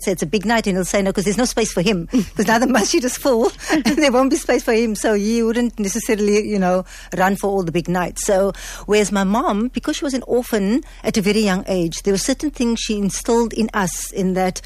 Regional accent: Cape Town, Western Cape, South Africa; I grew up in Mitchells Plain, so Portland specifically.

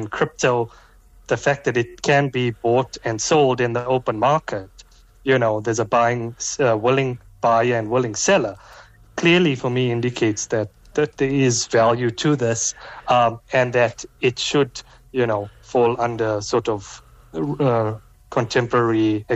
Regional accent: South Africa; as a South African citizen

